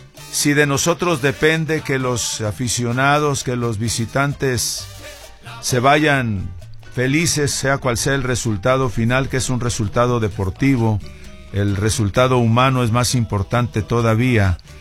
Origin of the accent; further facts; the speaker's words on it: Mexico; como mexicanos que somos